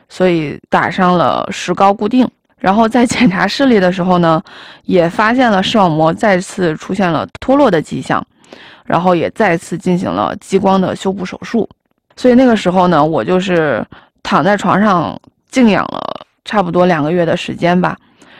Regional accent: Tianjin, China; 其实我从小就在天津长大

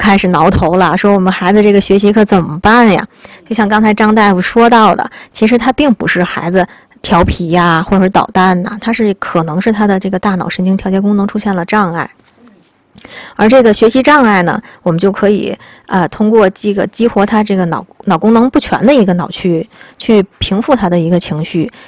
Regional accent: Tianjin, China; 咱们天津人有的时候说爱接下茬儿啊

